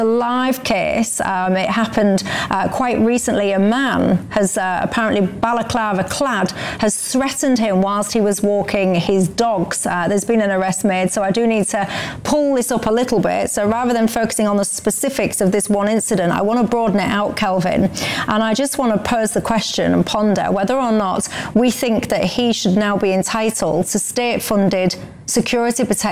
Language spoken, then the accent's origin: English; Hull, Yorkshire and the Humber, United Kingdom; I'm from Hull.